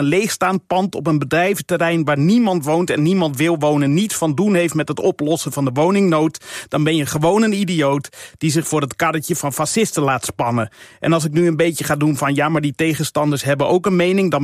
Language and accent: Dutch; Netherlands; Maar helaas zijn wij Nederlanders te druk met op het terras zitten.